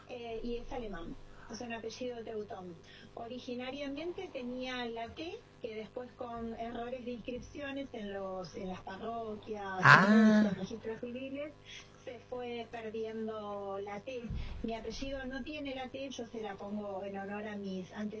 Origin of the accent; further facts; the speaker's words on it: Villa Ballester, Buenos Aires Province, Argentina; moved away; Y bueno, yo me crié con la familia alemana en Buenos Aires, en Villa Ballester, y conservo todas las costumbres